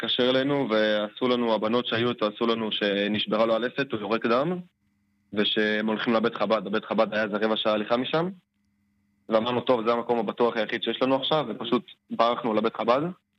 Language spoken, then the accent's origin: Hebrew; Shuva, Southern District, Israel; מושב שובה.